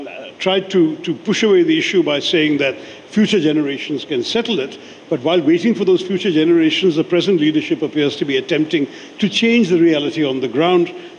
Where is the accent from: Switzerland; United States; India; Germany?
India; me as an Indian